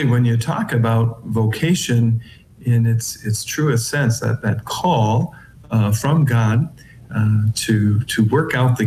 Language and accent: English; Omaha, Nebraska, United States; now in Jefferson City, United States; I was born in Omaha, Nebraska. My parents … I'm their 10th child. So I come from a very large family